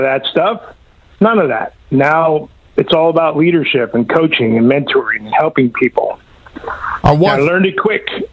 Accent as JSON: {"language": "English", "region": "Pennsylvania", "country": "United States"}